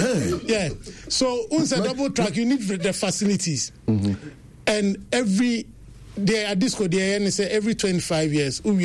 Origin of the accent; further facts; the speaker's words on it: Kumasi, Ashanti, Ghana; is just because of the fact that I was picked from Kumasi, and I grew up in.